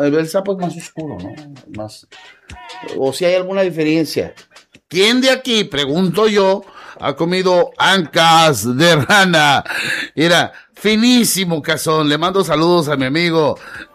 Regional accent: Guerrero, Mexico; Soy de Guerrero.

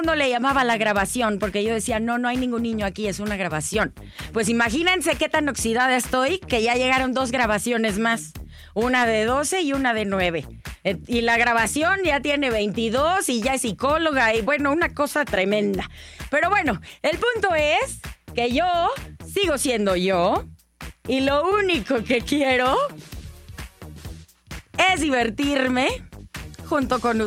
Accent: Guadalajara, Jalisco, Mexico; el público hermoso de mi tierra, Guadalajara, Jalisco

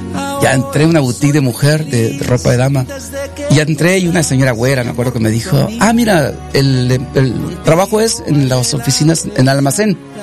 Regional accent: Chiapas, Mexico; soy compositor y vengo de Chiapas.

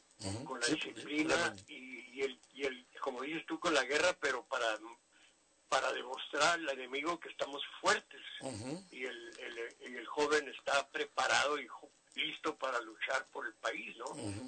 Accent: Mexico; los morenos somos nosotros, los mexicanos.

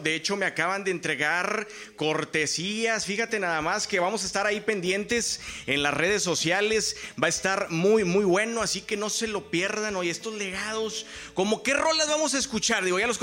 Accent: Monterrey, Nuevo León, Mexico

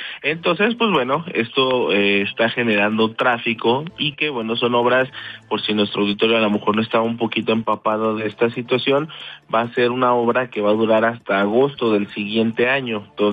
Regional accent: Mexico

